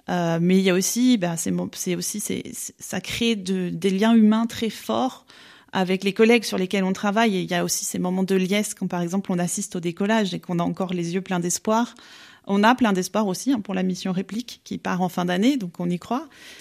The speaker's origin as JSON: {"language": "French", "town": "Nancy", "region": "Grand Est", "country": "France", "tie": "born or raised there", "said": "c'est quand même ma région. Donc voilà, j'ai fait mes études à Nancy, j'ai grandi à Nancy"}